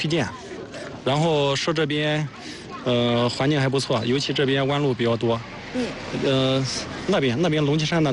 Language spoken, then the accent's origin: Chinese; Xuzhou, Jiangsu, China; 从徐州，徐州市云龙湾那那边。